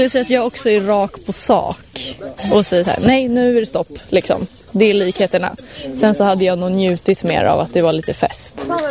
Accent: Bandhagen, Stockholm County, Sweden; Bandhagen.

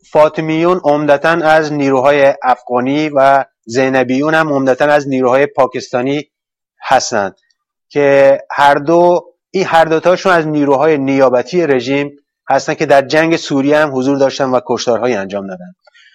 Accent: Sistan and Baluchestan, Iran; moved away; من خودم بلوچم، اهل همین سرزمینم

